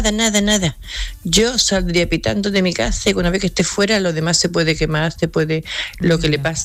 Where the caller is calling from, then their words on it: Torremolinos, Andalusia, Spain; de Torremolinos.